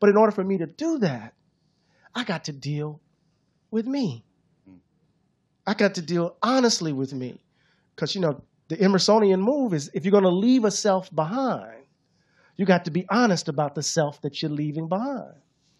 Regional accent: Mississippi, United States; I'm from Mississippi.

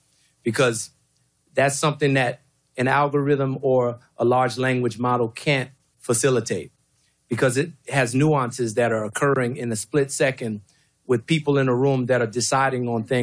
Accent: Louisiana, United States; I'm from Louisiana. You know, my grandfather, he grew up in Creole Cajun country.

